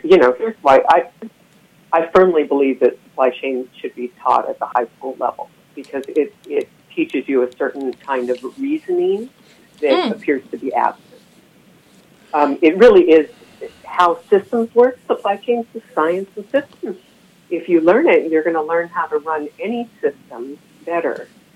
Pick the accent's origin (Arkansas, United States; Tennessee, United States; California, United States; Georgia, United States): California, United States; I grew up in Contra Costa.